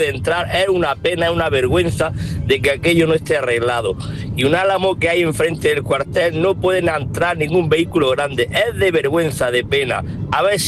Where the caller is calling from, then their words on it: Ugíjar, Andalusia, Spain; la entrada de mi pueblo en Ugíjar, Granada